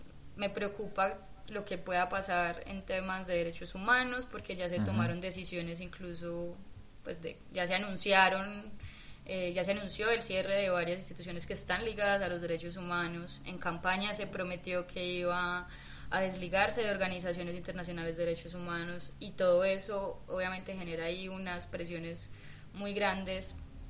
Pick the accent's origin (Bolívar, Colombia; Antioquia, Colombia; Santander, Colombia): Antioquia, Colombia; Medellín; yo crecí en la Universidad de Antioquia, literalmente crecí, mi mamá trabajaba allá, yo, mi vida fue toda la UdeA